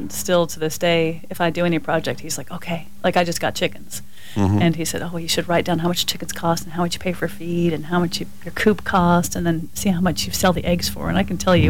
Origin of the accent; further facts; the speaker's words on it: Lytton Springs, Texas, United States; also born or lived in Germany / San Antonio, Texas / London, United Kingdom; And then we moved here when I was about 7 or 8. Started building our house out here.